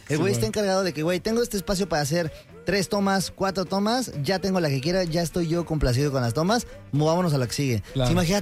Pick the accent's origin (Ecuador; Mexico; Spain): Mexico; habla mucho de la esencia, de lo irreales que somos como mexicanos.